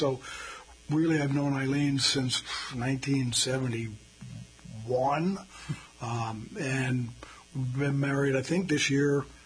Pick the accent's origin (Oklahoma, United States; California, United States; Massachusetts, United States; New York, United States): Massachusetts, United States; Chicopee; born there; I was born in Chicopee Falls out in western Mass.